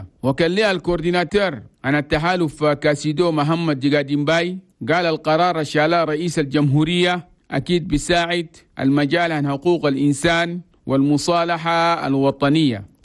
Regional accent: Chad; في بلدنا تشاد.

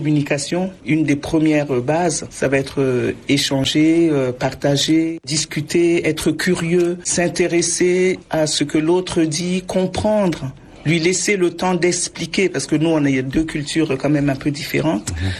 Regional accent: Chad; Donc moi je suis dans un couple mixte, donc je suis tchadienne, mon mari est italien et on vit notre couple depuis plus de 28 ans de mariage.

